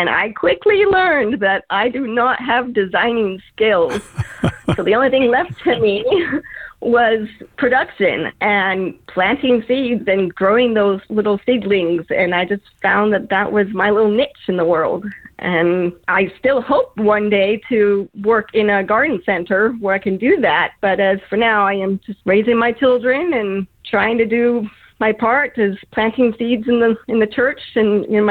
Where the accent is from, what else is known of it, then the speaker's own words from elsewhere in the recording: West Valley City, Utah, United States; I'm from West Valley City, Utah.